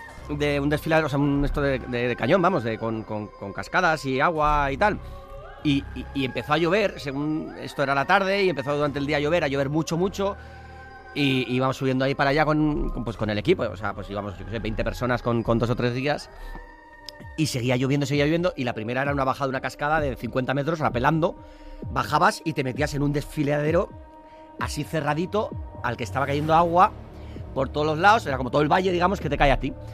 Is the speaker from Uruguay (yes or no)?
no; San Sebastián, Basque Country, Spain